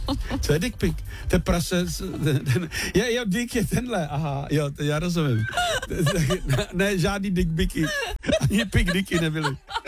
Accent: Kutná Hora, Central Bohemian Region, Czechia; Já jsem z Kutné hory

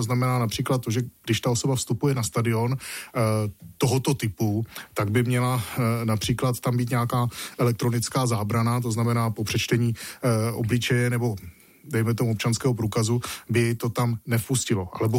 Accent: Brno, South Moravian Region, Czechia; moved away as an adult; now in Prague, Czechia; Já jsem z Brna. Abych uvedl věc na pravou míru. A v Praze už jsem tedy poměrně dlouho, pohybuji se tady skoro už 20 let

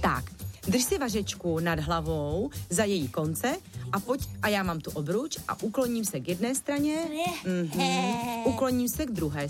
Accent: Kroměříž, Zlín Region, Czechia; moved away; Já jsem z Moravy. My tam tramvaj v Kroměříži nikdy neměli.

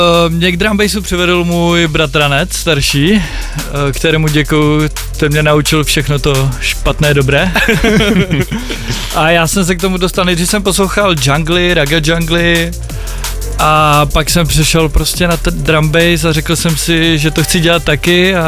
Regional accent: Frýdek-Místek, Moravian-Silesian Region, Czechia; A bylo to u nás ve Frýdku místku, hospoda u Arnošta, a hrál jsem úplně první slot

